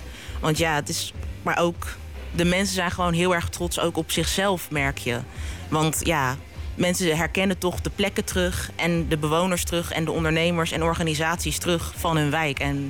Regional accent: The Hague, South Holland, Netherlands; born or raised there

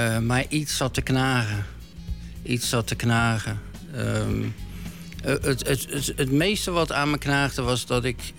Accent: Rotterdam, South Holland, Netherlands; moved away as an adult; Ik was een gewone Rotterdammer. ik kom uit een slagersfamilie.

